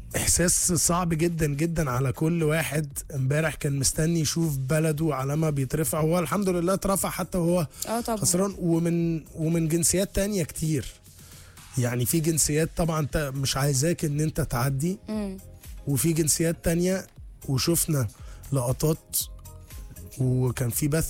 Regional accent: Egypt; احنا برضو مشجعين ومصريين ودمنا حامي

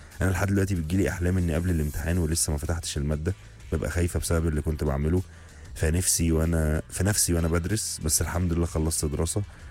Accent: Egypt; احنا كمصريين بنحب الضغط عشان نعمل كل حاجه بضمير وبذمه

